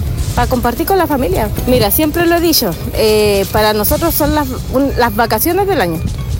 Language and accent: Spanish; Coquimbo, Chile; born there; now in Vicuña, Chile; Yo soy nacida acá en Coquimbo.